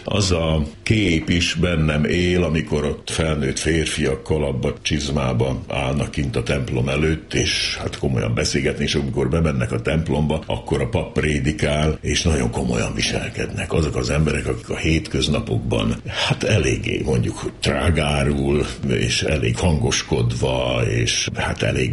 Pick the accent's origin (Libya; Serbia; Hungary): Serbia; Kavilló, Vojvodina; born there; also born or lived in Tornyos; now in Subotica, Serbia; Tornyoson születtem